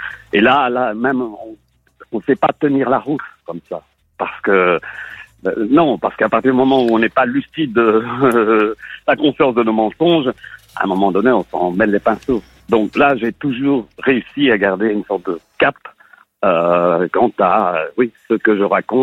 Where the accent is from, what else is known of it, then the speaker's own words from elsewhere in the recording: Belgium; born there; Je suis né en Belgique, tout simplement.